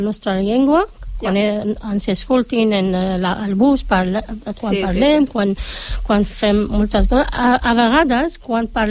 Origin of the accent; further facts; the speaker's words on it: Morocco; Catalan is a second language; moved away as an adult; now in Barcelona, Spain; soc del Marroc, una dona, una mare de tres fills adolescents, tinc 43 anys. Vaig venir aquí, porto aquí a Barcelona fa tres anys i mig.